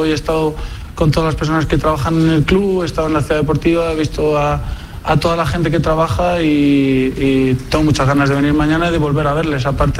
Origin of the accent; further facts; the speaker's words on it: Madrid, Community of Madrid, Spain; y el hecho de que soy de Madrid, de estar en casa, te aseguro que para mí era la situación más complicada.